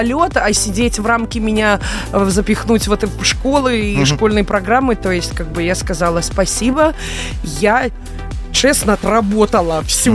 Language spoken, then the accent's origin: Russian; Vitebsk, Vitebsk Region, Belarus; also born or lived in Orsha; я по распределению, в Витебске я училась, я сама родом из Витебска, а по распределению я попала в Оршу.